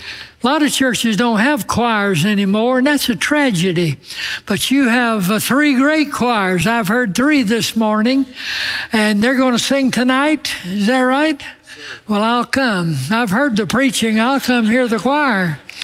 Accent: Alabama, United States; I'm from Alabama.

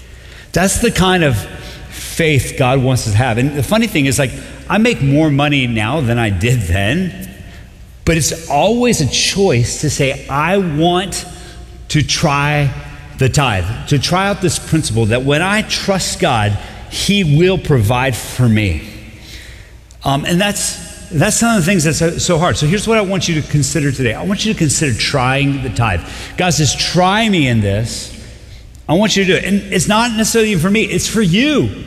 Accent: Colombia; moved away; Growing up in Colombia, that's kind of a real thing.

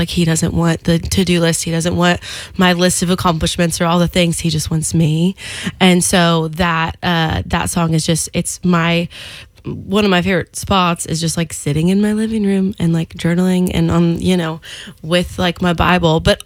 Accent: Pacific Northwest, United States; Yeah, a little. I feel like I just like, I'm from the Northwest.

